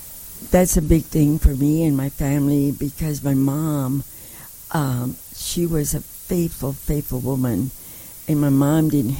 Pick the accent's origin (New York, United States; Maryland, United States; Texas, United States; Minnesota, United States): Texas, United States; San Antonio; born there; So I am very proud to be Catholic. I was born in San Antonio, Texas, and I was the youngest of six girls, and my brother was the baby of the family.